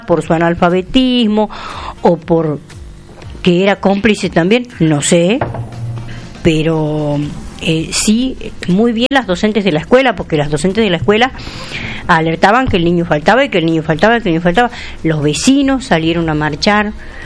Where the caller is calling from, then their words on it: Argentina; soy argentina